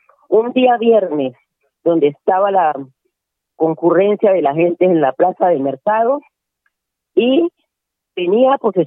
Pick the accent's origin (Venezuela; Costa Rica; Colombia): Colombia